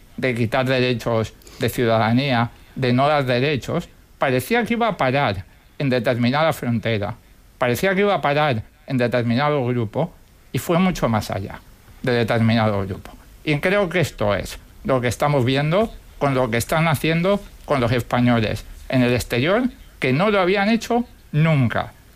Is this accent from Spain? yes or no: no; Argentina; born there; Yo nací en Argentina. Nací en Argentina.